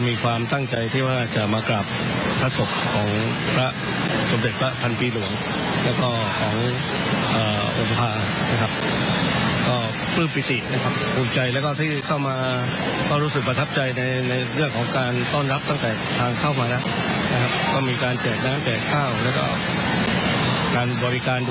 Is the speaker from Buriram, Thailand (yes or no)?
no; Surat Thani, Thailand; ผมเองนี่ผมเดินทางมาจากจังหวัดสุราษฎร์ธานีนะครับมาจากเมื่อวานแล้ว